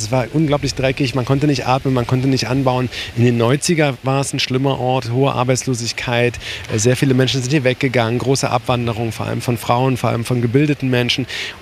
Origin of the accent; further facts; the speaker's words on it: Saxony-Anhalt, Germany; born there; Also ich bin auch im Bezirk Magdeburg geboren und habe auch einen Bezug zu Sachsen-Anhalt.